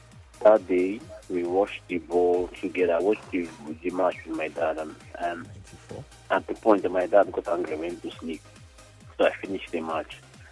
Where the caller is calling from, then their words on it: Nigeria; I'm calling from Ajibe State.